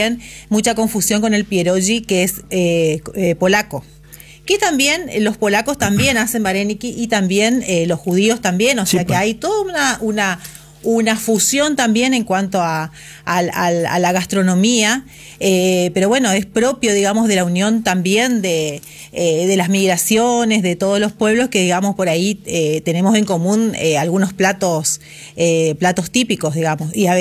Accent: Corrientes, Argentina; Yo soy correntina. Soy correntina, así que yo siempre digo más correntina que el yacaré.

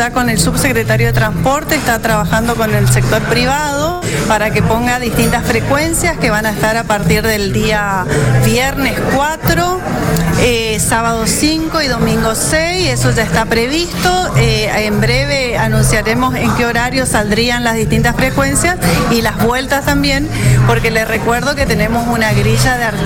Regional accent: Chaco, Argentina; somos nosotros los chaqueños

